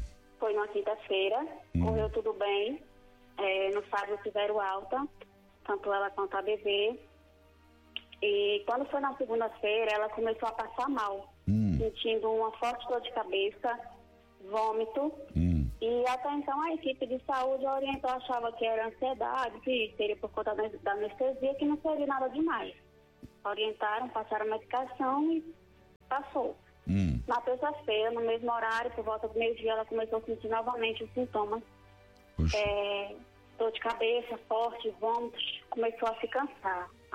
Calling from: Petrolina, Pernambuco, Brazil; Falo de Petrolina, Pernambuco

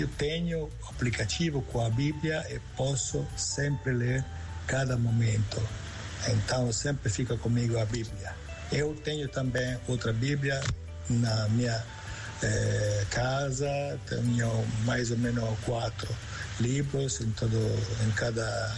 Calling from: Rome, Lazio, Italy; de Roma, Itália.

